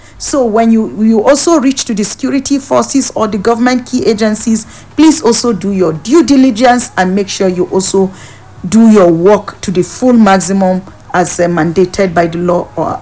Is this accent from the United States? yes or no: no; Wase, Plateau, Nigeria; I'm from Plateau State, I'm from Wase. I'm a Nigerian.